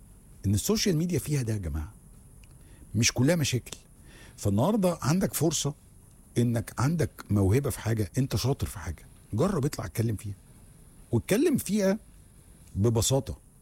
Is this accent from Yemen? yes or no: no; Luxor, Luxor Governorate, Egypt; انا بما اني بقى بتكلم على من الاقصر وانا راجل من الاقصر